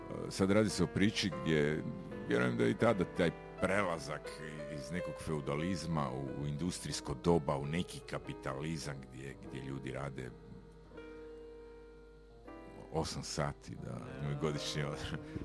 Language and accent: Croatian; Istria County, Croatia; Kod nas u Istri